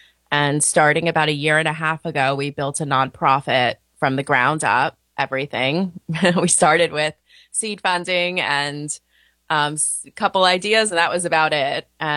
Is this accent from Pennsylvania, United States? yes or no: no; New York City, New York, United States; I'm from Brooklyn, New York.